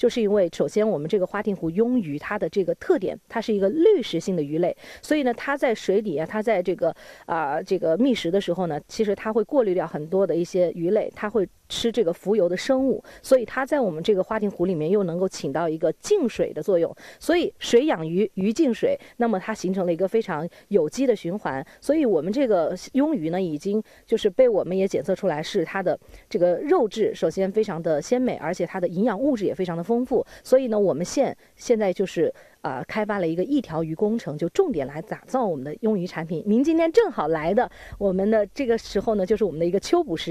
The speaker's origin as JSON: {"language": "Chinese", "area": "Taihu County", "region": "Anhui", "country": "China", "said": "安徽省其实还有一个人才辈出的太湖县，那我就是我们太湖县人。"}